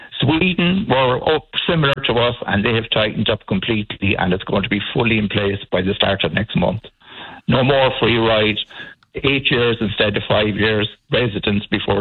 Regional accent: Ireland; I'm very proud to be Irish

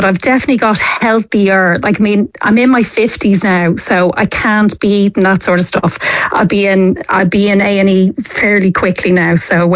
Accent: Ireland; I'm very Irish.

